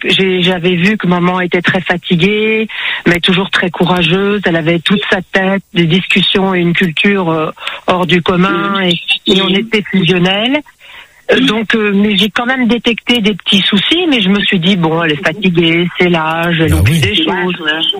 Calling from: Paris, Île-de-France, France; moi j'habite sur Paris à Montmartre

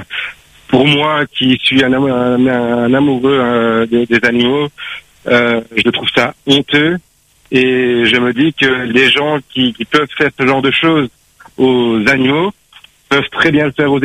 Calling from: Saint-André, Réunion; je vous appelle de Saint-André

